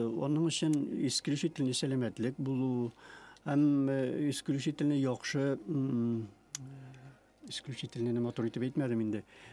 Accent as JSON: {"language": "Tatar", "region": "Tatarstan", "country": "Russia", "tie": "born there"}